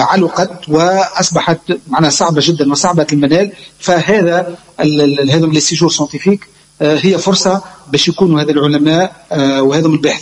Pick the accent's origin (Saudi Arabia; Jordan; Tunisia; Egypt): Tunisia; وهذا شرف كبير أنا أول حاجة كتونسي